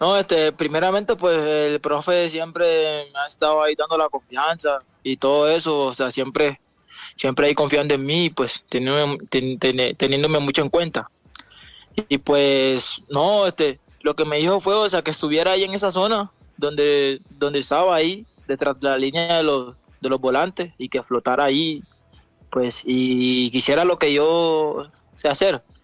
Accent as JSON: {"language": "Spanish", "region": "Magdalena", "country": "Colombia", "said": "Yo soy de la zona bananera."}